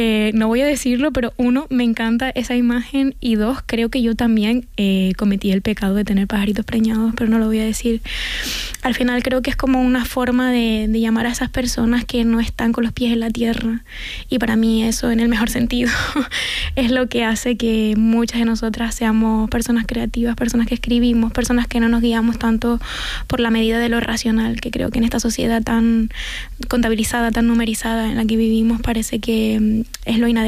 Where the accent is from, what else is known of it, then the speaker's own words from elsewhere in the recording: Canary Islands, Spain; nuestra forma de hablar es inadecuada y lo tenemos que corregir